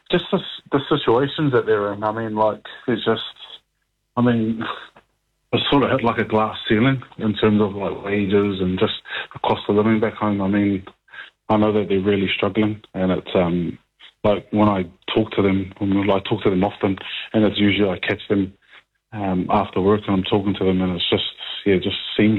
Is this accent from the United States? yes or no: no; New Zealand; moved away as an adult; now in Australia; I think the really good thing about being a Kiwi coming to Australia is that you're pretty much just like, you're pretty much an Australian citizen